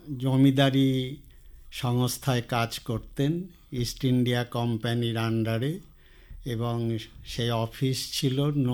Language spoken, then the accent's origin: Bangla; Baharampur, West Bengal, India; আমার জন্ম মুর্শিদাবাদের বহরমপুর শহরে। সেখান থেকেই স্কুল শিক্ষা এবং কলেজ সমস্তটাই বহরমপুরে